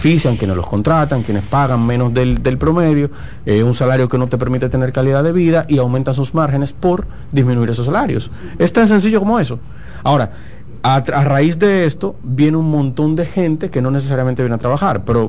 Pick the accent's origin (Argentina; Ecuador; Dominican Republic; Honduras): Dominican Republic